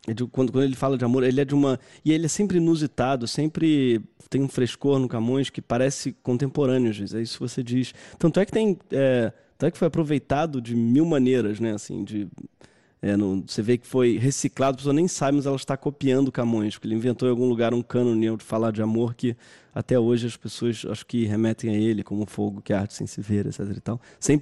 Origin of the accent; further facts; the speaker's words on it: Brazil; accent: Brazilian; Desculpem o sotaque brasileiro